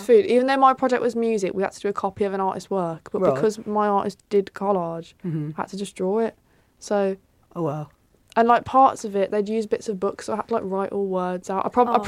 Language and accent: English; West Midlands, United Kingdom; accent: Black Country; apparently I sound really black country.